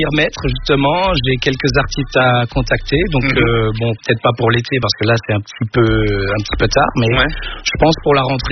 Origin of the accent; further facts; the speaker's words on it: Martinique; now in Paris, France; Ben écoute, moi je viens de Martinique, donc je suis un DJ caribéen, majoritairement. Donc. Après, je reste sur Paris